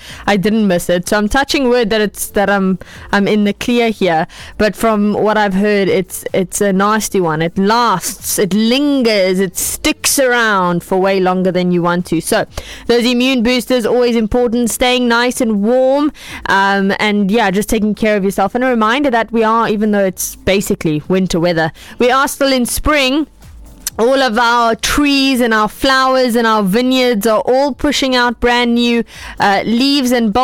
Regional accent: Pretoria, Gauteng, South Africa; now in Cape Town, South Africa; I grew up in Pretoria for most of my life. I never had hay fever. I never had allergies.

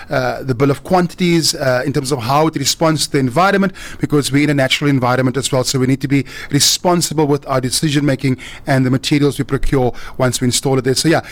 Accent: Western Cape, South Africa; I remember as a youngster growing up on the Cape Flats, I used to enjoy Strandfontein Pavilion.

